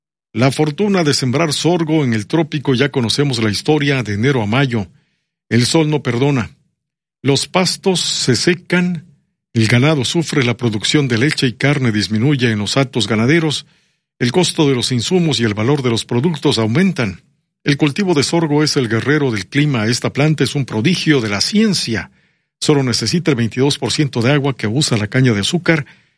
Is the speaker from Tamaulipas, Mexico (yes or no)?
no; Pinotepa Nacional, Oaxaca, Mexico; moved away; Allá en Pinotepa ya llovió, que está más adelante rumbo a Acapulco. Está lejos de ahí de Guelaguichi, porque Guelaguichi está pegadito ahí cerquita de Salina Cruz. Pero allá, en mi tierra, ya cayeron aguaceros